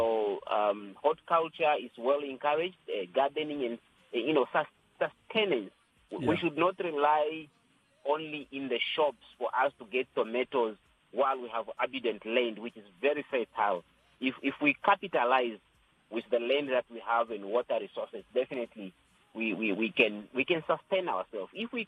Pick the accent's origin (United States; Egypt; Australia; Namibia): Namibia; Katima Mulilo, Zambezi; especially to the youth in my hometown in Katima, is to encourage them to invest in small businesses.